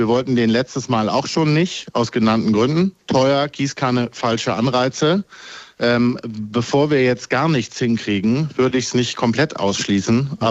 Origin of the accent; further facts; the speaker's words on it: Bavaria, Germany; bin ja aus Bayern, nicht aus Hessen